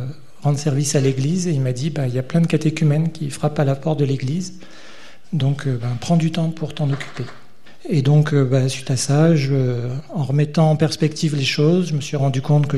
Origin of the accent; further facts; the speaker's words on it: Chambéry, Auvergne-Rhône-Alpes, France; born there; je suis né à Chambéry, dans une famille... chrétienne, pratiquante, et la foi pour moi, ça a toujours fait partie de la famille.